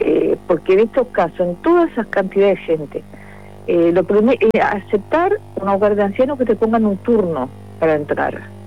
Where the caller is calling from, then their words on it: Maldonado, Uruguay; vivo en Maldonado, y yo iba día por media mina, pero yo no soy de acá.